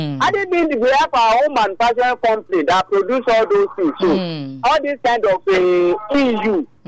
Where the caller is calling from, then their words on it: Nigeria; I'm calling from Wasota.